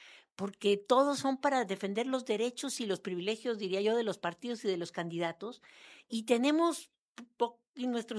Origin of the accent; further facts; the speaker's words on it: Querétaro, Mexico; born there; en el lugar donde yo nací, aquí en Querétaro